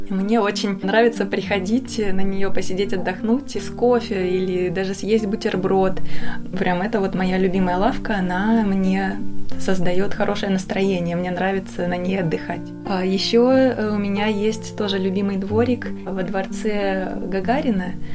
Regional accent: Bryansk, Bryansk Oblast, Russia; moved away as an adult; now in Oryol, Russia; Я сама не из Орла, я из Брянска. И я приехала сюда учиться. И в первые годы там учебы в институте, и после, когда я осталась жить в Орле, для меня это был такой город временный. Я ездила домой часто

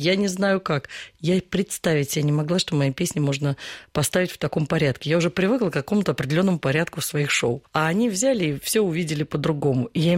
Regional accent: Russia; born there; я родилась в России

